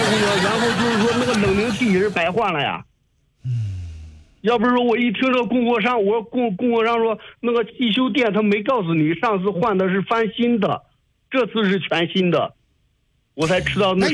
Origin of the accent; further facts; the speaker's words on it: Handan, Hebei, China; moved away; 我是外地的，我老家是邯郸的，我在那边工地上班嘞